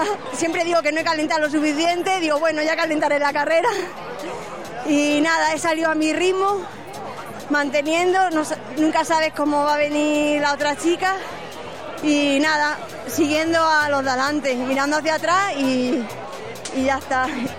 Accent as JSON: {"language": "Spanish", "town": "Yecla", "region": "Region of Murcia", "country": "Spain", "said": "vengo de Yecla"}